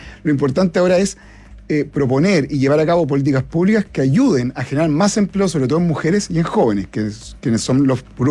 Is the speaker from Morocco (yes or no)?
no; Chile; preocupado por las cifras, como todo chileno.